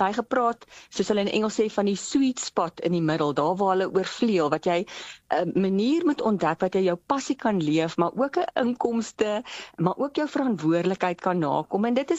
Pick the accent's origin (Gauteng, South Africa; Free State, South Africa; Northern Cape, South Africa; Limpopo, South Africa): Gauteng, South Africa; Kameeldrift; ek 'n deeltydse beroep aanvaar hier by die gemeente waar ek groot geword het in Kameeldrif.